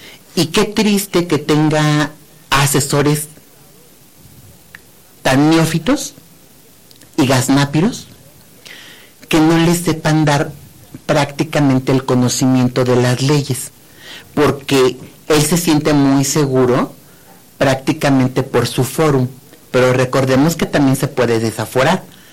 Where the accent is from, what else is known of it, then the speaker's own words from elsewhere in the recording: Querétaro, Mexico; la población queretana